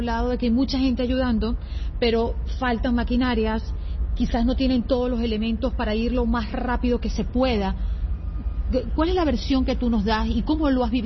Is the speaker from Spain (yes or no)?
no; Venezuela; nosotros que somos venezolanos entendemos la broma, el chalequeo